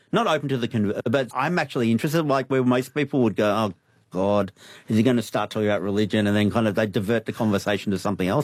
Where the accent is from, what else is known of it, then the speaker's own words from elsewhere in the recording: Australia; accent: Australian; I had to talk to him for a couple of minutes because he couldn't understand my Australian accent.